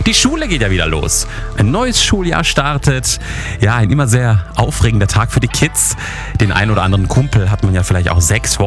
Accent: Karlsruhe district, Baden-Württemberg, Germany; absolut Top 2000er. Ich grüße jetzt mal hier meine Heimat. Ich bin ja in Baden-Württemberg aufgewachsen, im Landkreis Karlsruhe.

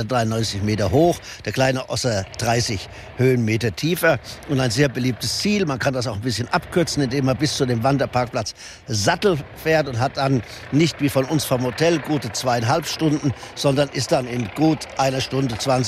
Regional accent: Wittgenstein, North Rhine-Westphalia, Germany; moved away as an adult; now in Lam, Germany; Ich komme aus dem Altkreis Wittgenstein. Heute gehört es zu Siegen-Wittgenstein, mit den Höhenlagen rund um Berleburg reingehend, dann ins Sauerland, Winterberg, Astenberg und so weiter.

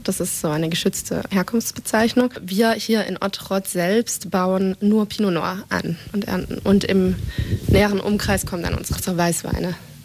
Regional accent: Germany; Und zwar habe ich nach dem Abitur in Deutschland, ich komme ja aus Deutschland, war ich mir nicht ganz sicher, ob ich Weinbau studieren möchte

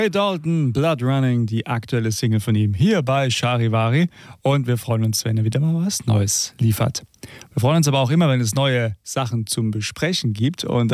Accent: Würzburg, Bavaria, Germany; born there; Absolut, unterschreibe ich als geborener Würzburger auch.

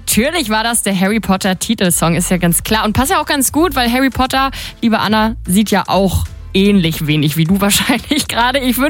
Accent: Schwerin, Mecklenburg-Vorpommern, Germany; now in Berlin, Germany; Für meine Heimatstadt Schwerin wäre Vollkatastrophe. Für Berlin ist das hier alles ganz normal, was auf den Straßen passiert.

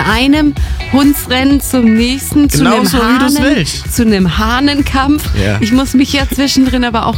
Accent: Bavaria, Germany; ich komme halt aus dem Allgäu, da macht man halt solche Sachen am Wochenende

